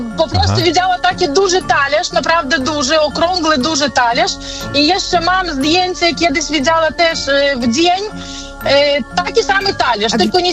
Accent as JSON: {"language": "Polish", "country": "Belarus", "second_language": "Polish", "said": "I mówię, o Boże, bo ja jestem z Białorusi, ja nie jestem z Polski."}